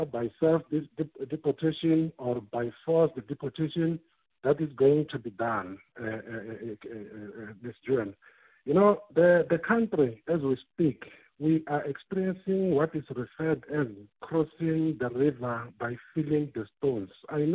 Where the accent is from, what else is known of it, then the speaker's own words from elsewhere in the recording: Giyani, Limpopo, South Africa; first language Tsonga; English is a second language; I'm a Shitsonga speaking person, I'm in Tsonga from Giani, we are not part of the South Africa